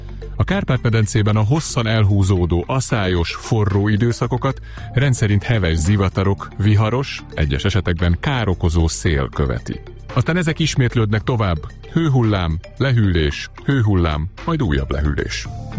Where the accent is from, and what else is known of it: Hungary